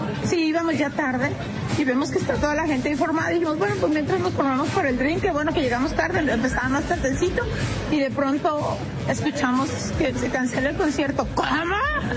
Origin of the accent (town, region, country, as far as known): Chihuahua, Mexico